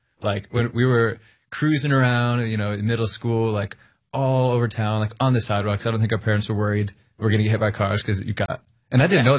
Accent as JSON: {"language": "English", "town": "Midland", "country": "United States", "tie": "born or raised there", "said": "because as a kid growing up, I think a lot of us growing up in Midland, it's this, like, I want to get out of Midland, we'll just go somewhere else, bigger, better, whatever."}